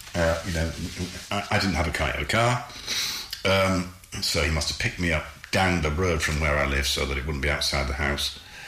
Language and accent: English; Hull, Yorkshire and the Humber, United Kingdom; I was born and brought up in Hull, still living in Hull at the time.